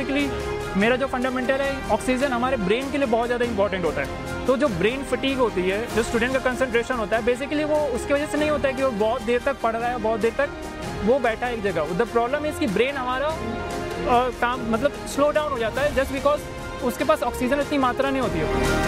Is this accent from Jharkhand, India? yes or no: no; Lucknow, Uttar Pradesh, India; और मैं Lucknow UP capital से बिलोंग करता हूँ।